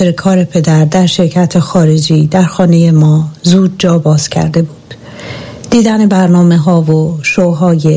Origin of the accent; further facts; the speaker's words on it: Iran; گونه بر گونه دریا بزرگ شدم که زادگاهم از همه سو هماغوش دریاست